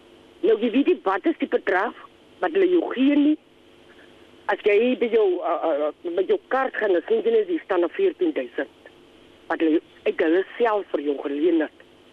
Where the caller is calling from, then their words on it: Windhoek, Khomas, Namibia; In Windhoek, en ons het in Windhoek geblei.